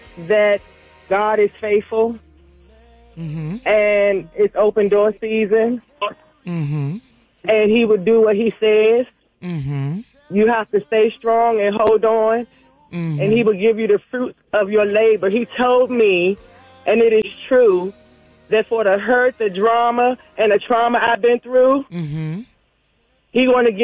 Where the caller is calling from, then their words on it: Washington, District of Columbia, United States; I'm calling from Washington, D.C.